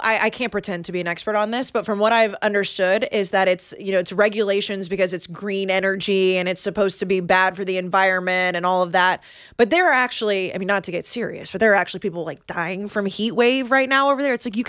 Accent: Texas, United States; I grew up in Texas

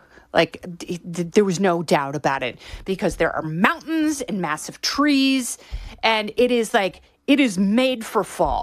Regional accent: Oregon, United States; growing up in Oregon, you know, childhood, fall, it is just the best thing in the world

